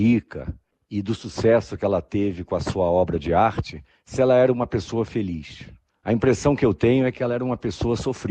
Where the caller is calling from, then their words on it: Brasília, Federal District, Brazil; falo de Brasília.